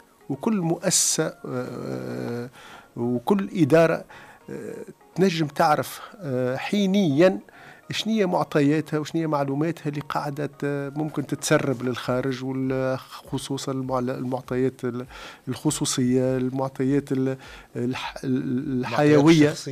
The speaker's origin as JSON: {"language": "Arabic", "country": "Tunisia", "said": "الشركات الصغيرة اللي عندنا في تونس"}